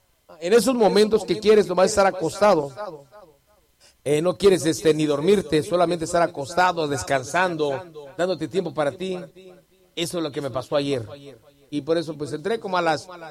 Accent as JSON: {"language": "Spanish", "town": "Acapulco", "region": "Guerrero", "country": "Mexico", "moved": "yes", "lives_now": "Raleigh, United States"}